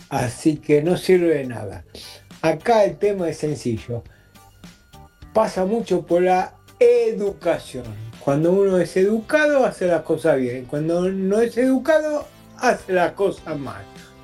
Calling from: Buenos Aires, Argentina; de Versalles.

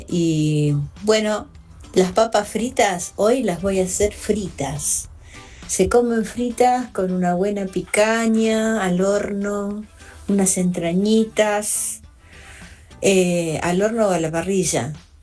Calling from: San Miguel, Buenos Aires Province, Argentina; de San Miguel.

